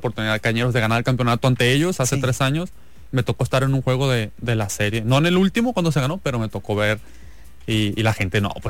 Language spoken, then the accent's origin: Spanish; Guamúchil, Sinaloa, Mexico; Muy contentos mis compañeros y yo que venimos desde la ciudad de Guamúchil.